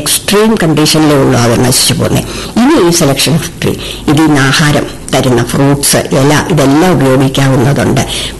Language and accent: Malayalam; Onattukara, Kerala, India; ഞങ്ങളുടെ ഓണാട്ടുകാരുടെ ആ ഒരു ബാക്ക്ഗ്രൗണ്ട്